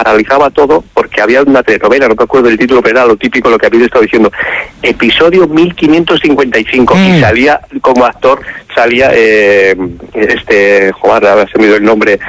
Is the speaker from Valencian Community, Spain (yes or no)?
no; Castile and León, Spain; now in Alcalá, Spain; Mira, estoy en Alcalá, es un culebrón ya en sí, pero yo soy de Torto de Leva, de Burgos, y te mando un saludo desde nuestra tierrilla.